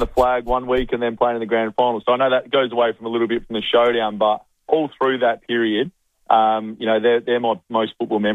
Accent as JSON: {"language": "English", "town": "Ardrossan", "region": "South Australia", "country": "Australia", "tie": "born or raised there", "said": "I was absolutely a footy nuffy growing up in Ardrossan"}